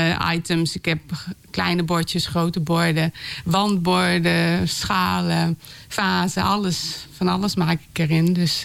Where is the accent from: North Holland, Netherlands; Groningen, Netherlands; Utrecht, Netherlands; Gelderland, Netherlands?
Groningen, Netherlands; En we zijn toch Groningers.